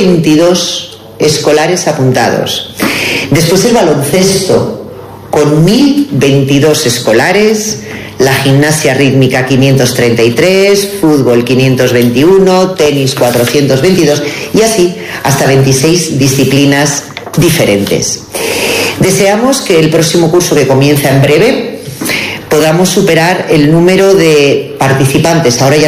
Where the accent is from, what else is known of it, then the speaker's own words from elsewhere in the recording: Burgos, Castile and León, Spain; la población que somos de Burgos